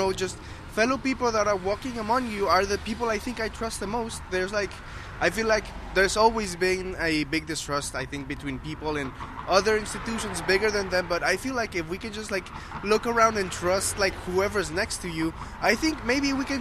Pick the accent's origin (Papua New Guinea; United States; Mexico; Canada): Mexico; English is a second language; moved away; I am from Mexico, actually. I moved here like a couple years ago